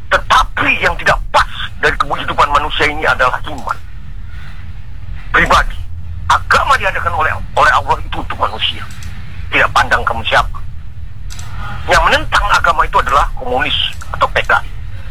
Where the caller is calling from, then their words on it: Samarinda, East Kalimantan, Indonesia; Saya dari Samarinda, Kalimantan Timur.